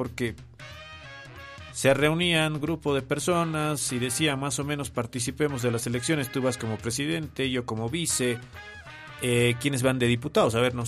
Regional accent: Potosí, Bolivia; soy potosino y estaba movilizado también apoyando esto por reivindicaciones propias de mi región.

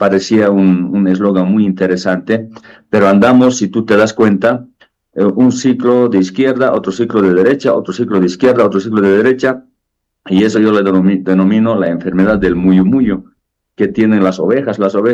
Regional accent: Bolivia; todos somos bolivianos

